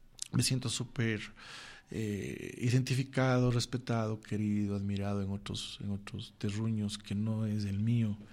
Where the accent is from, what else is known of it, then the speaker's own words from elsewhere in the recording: Quito, Pichincha, Ecuador; yo soy ecuatoriano, soy de Quito, de la mitad del mundo.